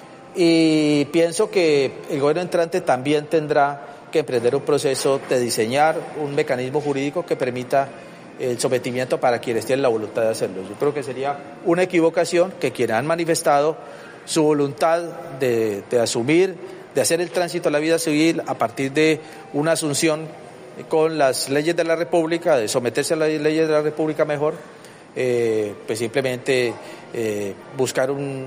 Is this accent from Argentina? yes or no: no; Buenaventura, Valle del Cauca, Colombia; que somos vallecaucanos, que somos de Buenaventura, que tenemos aquí nosotros también nuestro corazón